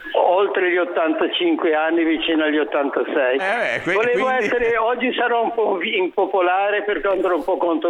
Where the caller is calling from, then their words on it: Genoa, Liguria, Italy; Io ho vissuto a Peli 2, diciamo nell'altura di Peli, dal 96 fino, dal 94 fino al 2016.